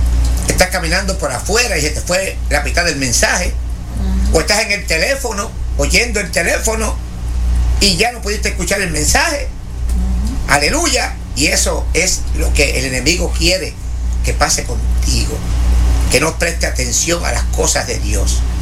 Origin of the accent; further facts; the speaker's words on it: Puerto Rico; que soy puertorriqueño.